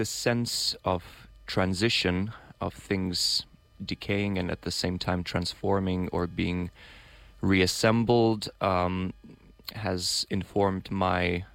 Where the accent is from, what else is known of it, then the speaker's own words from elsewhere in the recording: Vilnius, Vilnius County, Lithuania; also born or lived in London; now in New York City, United States; I'm a Lithuanian composer currently based here in New York City, and I'm pursuing my doctoral degree at Columbia University. I was born in Vilnius in 95